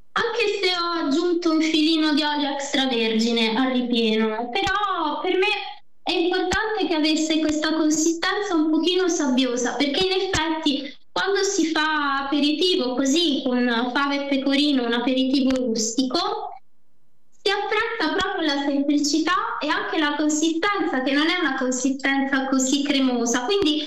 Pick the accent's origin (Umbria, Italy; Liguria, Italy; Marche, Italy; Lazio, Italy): Marche, Italy; now in Milan, Italy; io sono marchigiana di origine anche se vivo da tanti anni a Milano